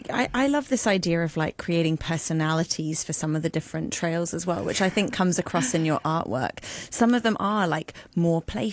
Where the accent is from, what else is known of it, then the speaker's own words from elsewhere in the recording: Hong Kong; I grew up in Hong Kong as well. I had so much fun here as a teenager for that exact reason.